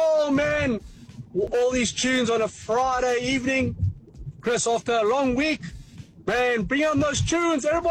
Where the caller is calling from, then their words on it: Algarve, Portugal; all the way from the Algarve in Portugal